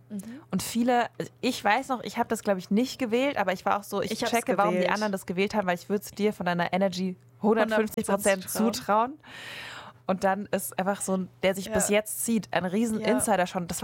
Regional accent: Stuttgart, Baden-Württemberg, Germany; ich komme ja aus Stuttgart

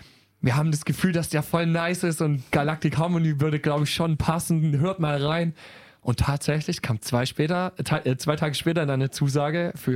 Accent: Wimmental, Baden-Württemberg, Germany; Und ich habe so ein kleines Tonstudio auch in dem Dorf, wo ich aufgewachsen bin.

